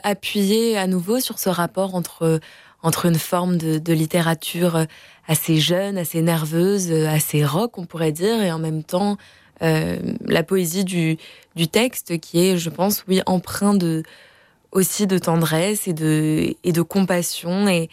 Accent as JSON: {"language": "French", "town": "Marseille", "region": "Provence-Alpes-Côte d'Azur", "country": "France", "said": "Je suis marseillaise."}